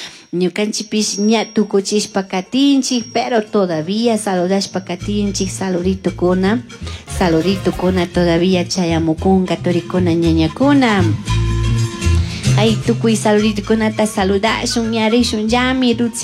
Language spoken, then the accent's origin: Spanish; Ecuador; Porque soy ecuatoriana, pues, hermanos. Porque soy ecuatoriana.